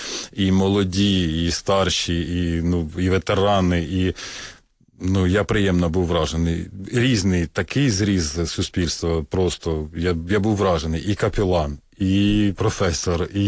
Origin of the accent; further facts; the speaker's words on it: Kharkiv, Kharkiv Oblast, Ukraine; Я сам з Харкова, да.